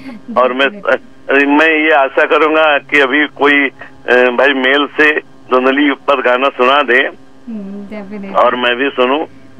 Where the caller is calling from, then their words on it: Bahraich, Uttar Pradesh, India; एक आरजे की मेमोरी में … बहराइच पड़ा हुआ है